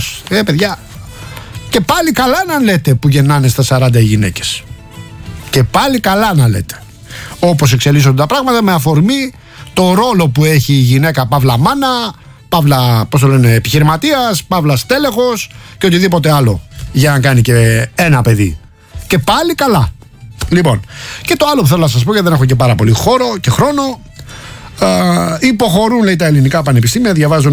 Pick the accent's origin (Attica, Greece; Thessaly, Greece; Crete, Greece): Attica, Greece; Rafina; θα πάμε στη Ραφίνα αργότερα, την πατρίδα μου